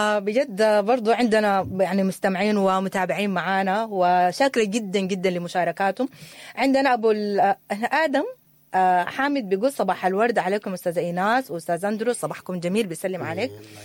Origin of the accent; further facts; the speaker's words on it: Sudan; وممكن دي حاجة إحنا كمجتمع سوداني ما كنا بنعترف بها بشكل كبير